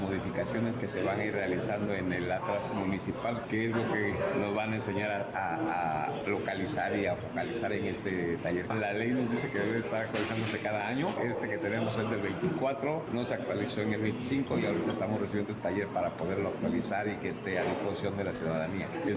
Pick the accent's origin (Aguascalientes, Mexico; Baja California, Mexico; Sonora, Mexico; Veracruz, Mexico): Veracruz, Mexico; Coatzacoalcos; a nosotros que nos interesa porque somos de Coatzacoalcos